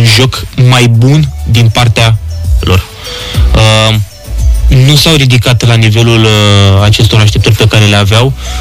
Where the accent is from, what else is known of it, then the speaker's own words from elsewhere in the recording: Oltenia, Romania; suntem olteni, suntem până la urmă români